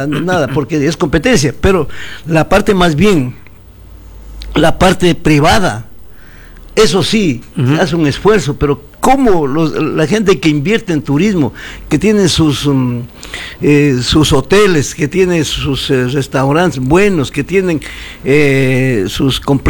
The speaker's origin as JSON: {"language": "Spanish", "region": "Zamora-Chinchipe", "country": "Ecuador", "said": "soy zamorano chinchipense, y vivo aquí, viven mis hijos, viven mis amigos, viven todo el mundo"}